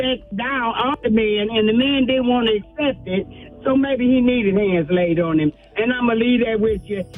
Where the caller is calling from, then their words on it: Detroit, Michigan, United States; I am calling from Detroit, Michigan.